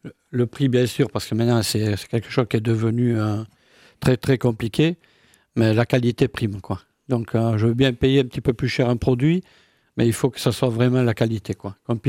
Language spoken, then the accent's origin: French; Narbonne, Occitanie, France; moved away; C'est Narbonne, en fait.